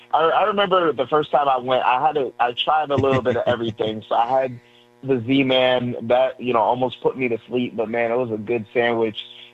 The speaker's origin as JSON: {"language": "English", "town": "Chicago", "region": "Illinois", "country": "United States", "lives_now": "Kansas City, United States", "said": "I'm from Chicago, by the way. I didn't realize burnt ends was a thing until I got here."}